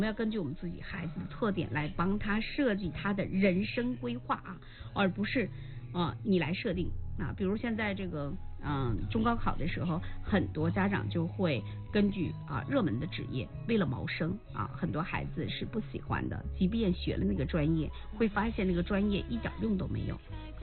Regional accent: China

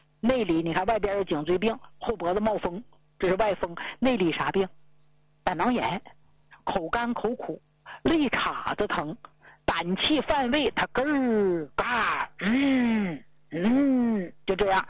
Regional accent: Northeast China, China; 所以为啥出去咱们东北人，黑龙江、吉林、辽宁、内蒙啊，这都是咱们东北人吗？

